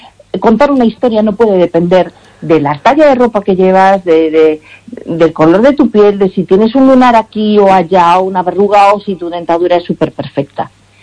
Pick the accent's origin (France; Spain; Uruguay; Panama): Spain; Galicia; aquí, y nací aquí, y toda mi vida la he hecho aquí, ¿no? Y entonces, pues en ese sentido es como me siento muy gallega.